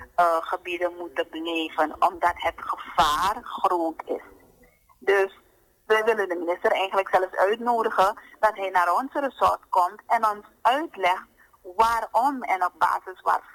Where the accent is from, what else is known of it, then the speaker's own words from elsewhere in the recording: Suriname; wij als Surinamers